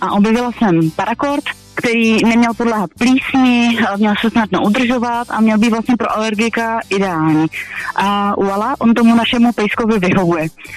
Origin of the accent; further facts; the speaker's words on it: Sokolov, Karlovy Vary Region, Czechia; Já jsem ze Sokolova, ze západních Čech.